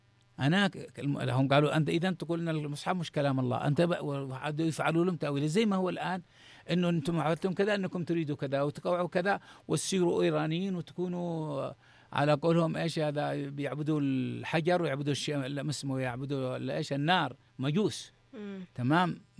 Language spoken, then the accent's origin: Arabic; Yemen; عندنا في اليمن